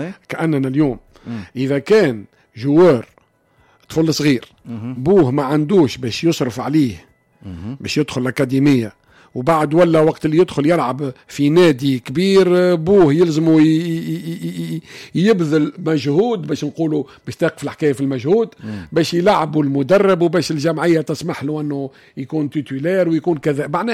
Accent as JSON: {"language": "Arabic", "town": "Kairouan", "region": "Kairouan Governorate", "country": "Tunisia", "tie": "born or raised there", "said": "انا تربيت في القيروان، ثم قداش من بطحه في القيروان طبيعيه."}